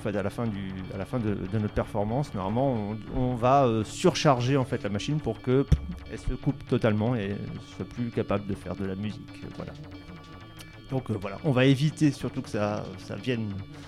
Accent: Strasbourg, Grand Est, France; on vient de Strasbourg.

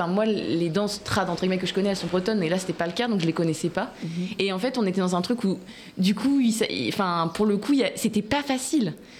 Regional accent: Brittany, France; Moi, j'ai grandi en Bretagne, j'ai pas appris le breton, en fait.

